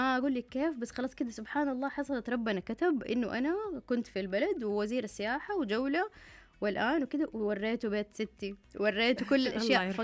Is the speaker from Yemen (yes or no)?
no; Saudi Arabia; عندنا في السعودية